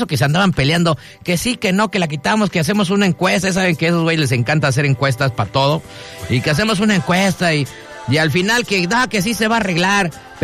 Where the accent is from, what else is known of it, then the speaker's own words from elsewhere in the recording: Mexico; se nos olvidan como buenos mexicanos